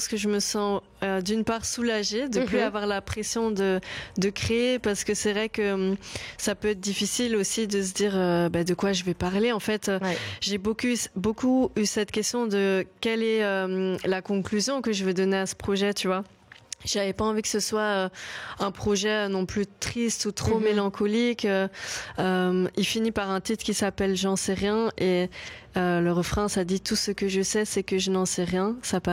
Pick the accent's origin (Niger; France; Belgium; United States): Belgium; Je pense que on est beaucoup de Belges à le citer